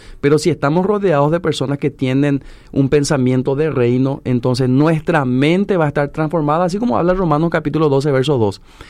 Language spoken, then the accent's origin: Spanish; Paraguay